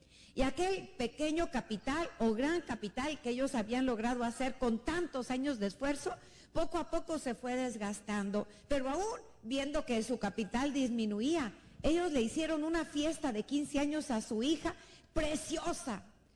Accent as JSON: {"language": "Spanish", "town": "Autlán", "region": "Jalisco", "country": "Mexico", "tie": "born or raised there", "also_born_or_lived": "Guadalajara", "moved": "as an adult", "lives_now": "Chicago, United States", "said": "Cuando estaba en la secundaria, en Autlán, el pueblo donde yo crecí, en Jalisco"}